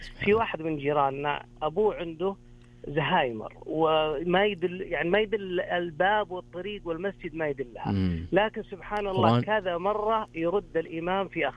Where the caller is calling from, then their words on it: Medina, Medina Province, Saudi Arabia; من المدينة المنورة.